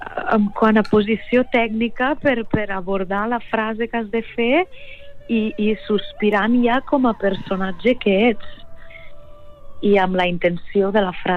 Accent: Darmós, Catalonia, Spain; born or raised there; moved away

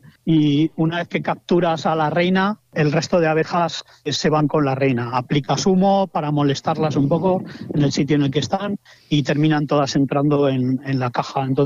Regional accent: Cuenca, Castilla-La Mancha, Spain; Yo soy de Cuenca

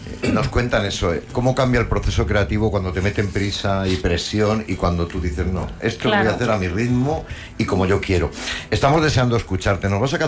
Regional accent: Spain; Pues yo soy un español de alma portuguesa.

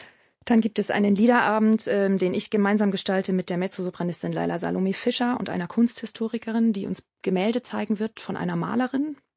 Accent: Berlin, Germany; dass es sich doch perfekt eignet, als Berliner einen Ausflug zu machen nach Wannsee.

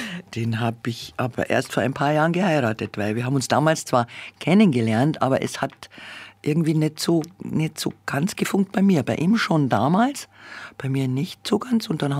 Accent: Bavaria, Germany; born there; accent: Swabian, Upper Bavarian; Und dass ich das Schwäbische nur so kann, das ist halt meinen Großeltern zu verdanken und meinen Eltern. Ich habe ja da schon ziemlich bald, also noch in der Volksschulzeit, sind wir von Bayerisch-Schwaben nach Oberbayern umgezogen. Und da musste ich dann ziemlich schnell das Oberbayerische lernen

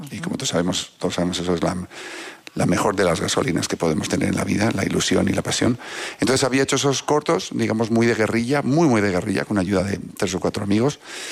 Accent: Navarre, Spain; Además de director de cine, soy navarro, entonces tengo un extra de pudor de hablar del futuro.

